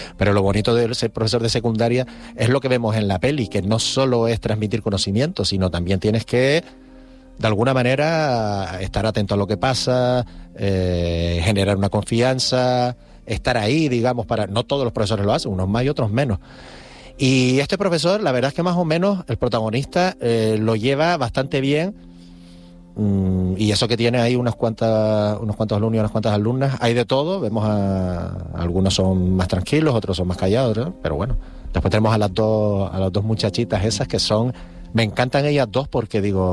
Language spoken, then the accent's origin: Spanish; Canary Islands, Spain; nosotros somos españoles, pero antes que españoles somos canarios